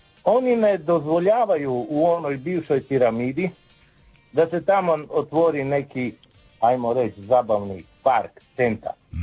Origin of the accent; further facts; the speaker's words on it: Pula, Istria County, Croatia; ja sam stari Istrijan i Puležan. Kako dica sam hodija magari oko arene